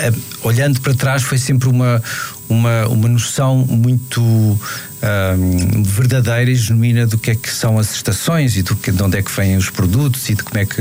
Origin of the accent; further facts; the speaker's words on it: Caldas da Rainha, Leiria, Portugal; moved away as an adult; now in Lisbon, Portugal; Eu nasci e fiquei nas Caldas até aos 18 anos e depois vim estudar para a universidade cá. Mas a minha infância e adolescência e princípio de idade adulta foi toda nas Caldas.